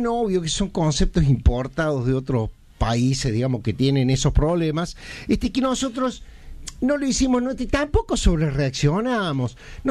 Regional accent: Argentina; finalmente nos vamos identificando poco a poco como argentinos, con lo bueno, lo malo, somos argentinos.

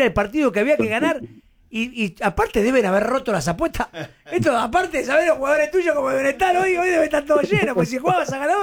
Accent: Florida, Buenos Aires Province, Argentina; Sabelo, yo soy de Florida. Imagínate lo que es el barrio ahora.

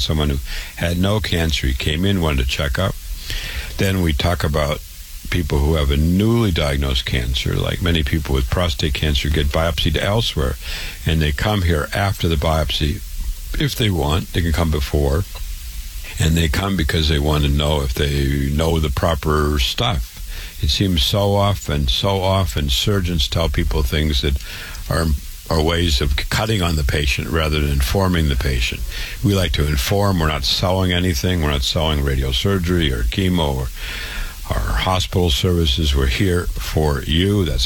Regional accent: Waterloo, Iowa, United States; I was born and raised in Waterloo, Iowa. I went to public school.

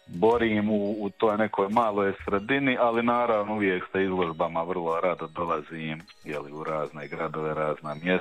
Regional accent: Mostar, Federation of Bosnia and Herzegovina, Bosnia & Herzegovina; born there; now in Široki Brijeg, Bosnia and Herzegovina; rođen sam tu u Mostaru, živim u Širokom Brijegu.

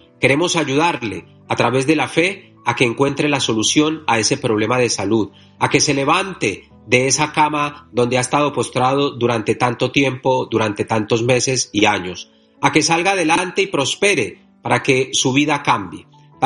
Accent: Catemaco, Veracruz, Mexico; de quienes … Yo soy el curandero de Catemaco, Veracruz

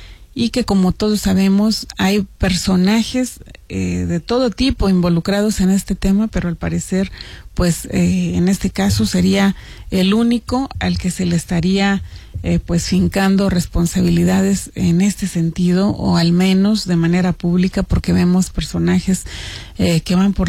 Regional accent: Mexico

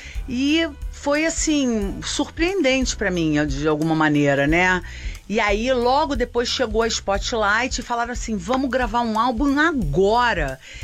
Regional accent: Brazil; porque eu sou brasileira e eu fui muito confundida com várias nacionalidades, né?

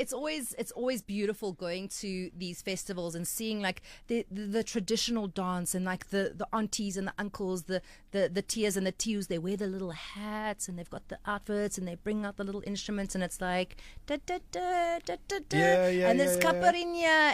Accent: South Africa; growing up in South Africa, and not being someone who comes from this country. Like, my mom is from Portugal. My dad is from Mozambique. I'm like a second-generation Portuguese person.

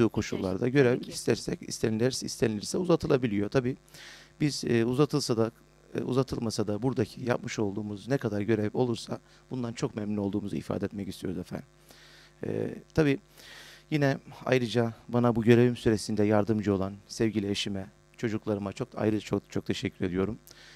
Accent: İnebolu, Kastamonu, Turkey; Memleketim İnebolu, Kastamonu.

